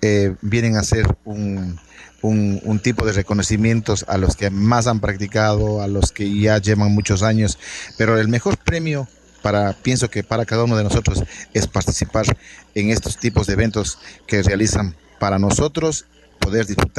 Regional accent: Macas, Morona Santiago, Ecuador; a pesar de que somos de Macas

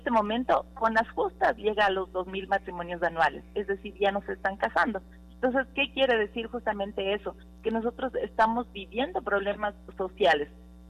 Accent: Ecuador

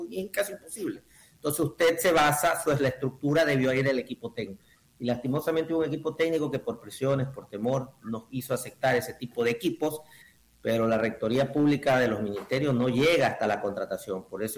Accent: Ecuador; O sea, somos ecuatorianos, pero sabemos las deficiencias que tiene el sector público.

